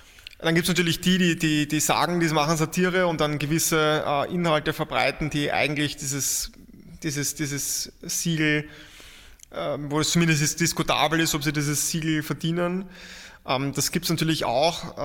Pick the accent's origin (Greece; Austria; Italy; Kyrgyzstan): Austria; Vienna; da meine ich so, jetzt auch als Wiener, denke ich, so einen Wiener Schmäh.